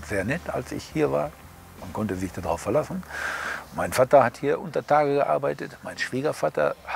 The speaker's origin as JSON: {"language": "German", "town": "Bochum", "region": "North Rhine-Westphalia", "country": "Germany", "said": "Aber ich weiß, ich komme aus Bochum und ich möchte, dass die Musik gespielt wird von ihm."}